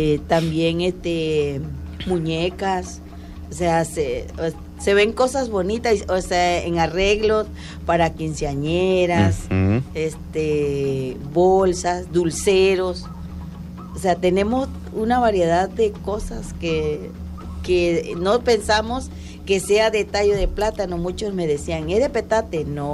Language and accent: Spanish; Tabasco, Mexico; soy de la ranchería Barrancas Iguanal Tintillo, primera sección, de aquí del municipio del centro.